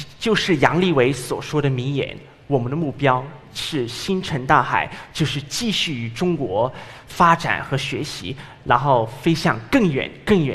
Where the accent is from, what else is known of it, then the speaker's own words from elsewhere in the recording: Brussels, Brussels-Capital Region, Belgium; born there; Chinese is a second language; 2003年10月16号，我在比利时布鲁塞尔出生了。